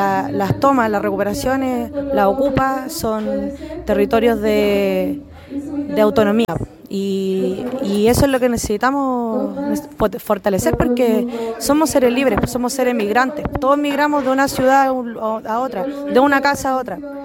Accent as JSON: {"language": "Spanish", "town": "Tomé", "region": "Biobío", "country": "Chile", "tie": "born there", "moved": "yes", "lives_now": "Concepción, Chile", "said": "yo soy nacida en Tomé, territorio de Lapquenche, ocupado por el Estado chileno. Migré a la Agüita de la Perdiz, la toma la población de Agüita de la Perdiz en, en el territorio llamado Coya"}